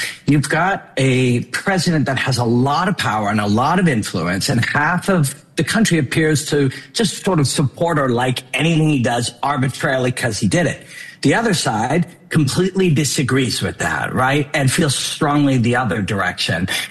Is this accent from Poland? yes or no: no; Canada; I mean, I'm Canadian.